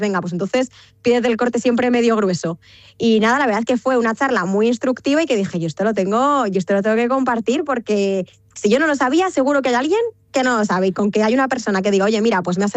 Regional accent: Cabanillas del Campo, Castilla-La Mancha, Spain; yo en la carnicería de mi pueblo, de Cabanillas del Campo, pues a veces no iba

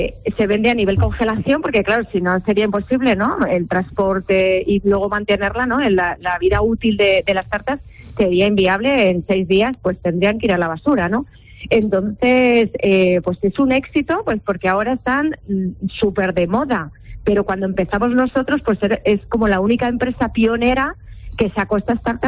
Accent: Santa Cruz de Mudela, Castilla-La Mancha, Spain; Yo soy de Santa Cruz de Mudela

